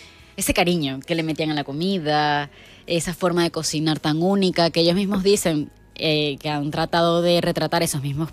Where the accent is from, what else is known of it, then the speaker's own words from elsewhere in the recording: Venezuela; moved away; Estuvo conmigo desde que yo nací hasta que yo me fui de Venezuela.